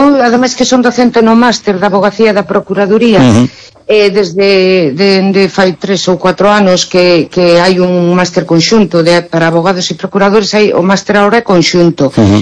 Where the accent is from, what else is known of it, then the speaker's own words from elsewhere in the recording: Cartelle, Galicia, Spain; no meu pobo, que eu son de Cartelle.